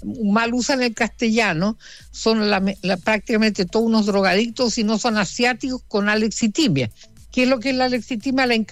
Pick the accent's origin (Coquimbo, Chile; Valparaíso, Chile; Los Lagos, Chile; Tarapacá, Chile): Los Lagos, Chile; Puerto Montt; born there; yo nací en Puerto Montt el año 43.